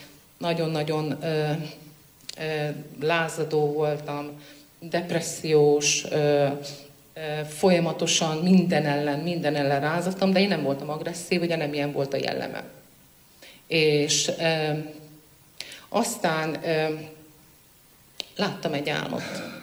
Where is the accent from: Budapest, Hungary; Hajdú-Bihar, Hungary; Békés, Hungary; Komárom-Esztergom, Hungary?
Békés, Hungary; born there; also born or lived in Heves County, Hungary; gyerekkoromban is éveket itt töltött, illetve éveket Hevesen töltöttünk, mert ott éltünk, de éveket itt Békésen töltöttünk. Másodikos volt, amikor ide költöztünk.